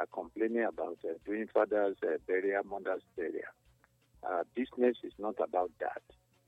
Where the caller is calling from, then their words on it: Benin; I'm still calling from Benin.